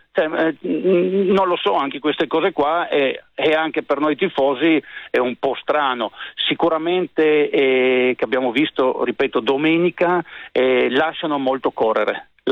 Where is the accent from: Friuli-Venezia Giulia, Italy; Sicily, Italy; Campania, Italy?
Friuli-Venezia Giulia, Italy; io sono friulano